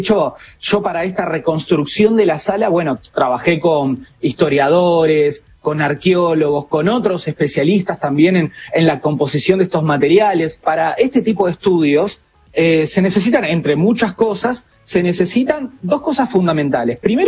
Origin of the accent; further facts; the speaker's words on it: Santa Fe, Argentina; yo como santafesino